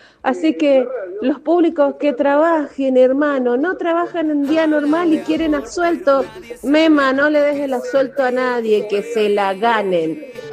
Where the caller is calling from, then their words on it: Palmira, Mendoza, Argentina; de Palmira, Argentina